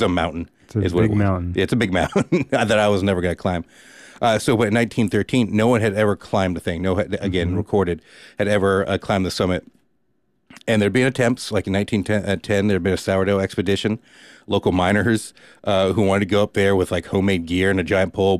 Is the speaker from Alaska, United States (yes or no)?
yes; Alaska, United States; I'm originally from South Central Alaska.